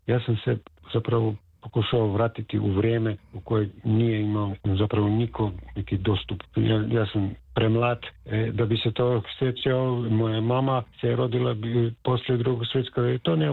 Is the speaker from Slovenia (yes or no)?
yes; Murska Sobota, Mura, Slovenia; u Murskoj Soboti, u mom rodnom gradu